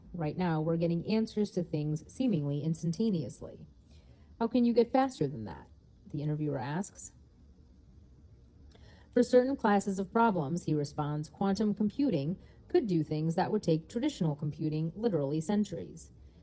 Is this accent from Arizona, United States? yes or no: no; New York City, New York, United States; We didn't have any money growing up in New York City. I went to all public schools and commuted to my magnet high school.